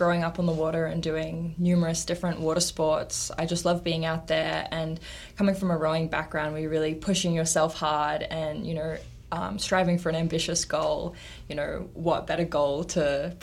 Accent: Australia; moved away as an adult; now in Kingston, Canada; And I am originally from Australia, you might be able to tell by my accent.

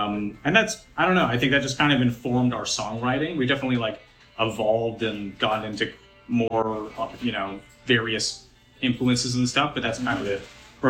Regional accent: Toronto, Ontario, Canada; Sean and myself, we grew up together in the West End of Toronto.

